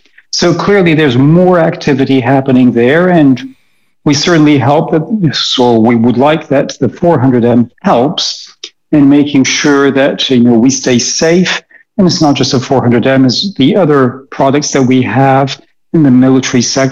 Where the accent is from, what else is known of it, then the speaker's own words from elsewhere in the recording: Toulouse, Occitania, France; they operate out of my hometown here in Toulouse, France.